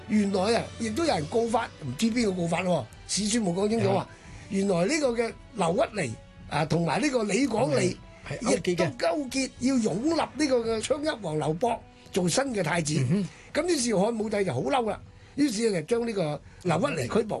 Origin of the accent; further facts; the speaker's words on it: Guangdong, China; 我哋廣東人都成日講嘅